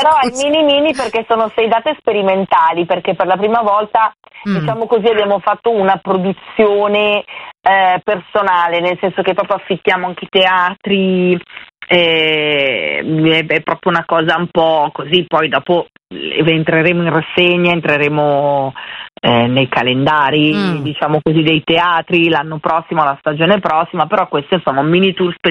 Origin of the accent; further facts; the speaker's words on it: Pioltello, Lombardy, Italy; io sono proprio di Pioltello e quindi … così semplice senza H